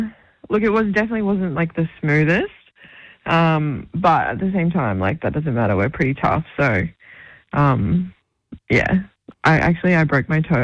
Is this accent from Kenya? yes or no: no; Queensland, Australia; My mob is a Willy Willy. So from central Queensland.